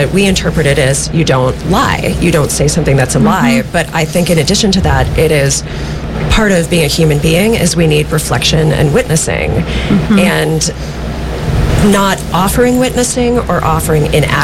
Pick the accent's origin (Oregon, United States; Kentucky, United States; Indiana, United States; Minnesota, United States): Minnesota, United States; So I grew up in Minnesota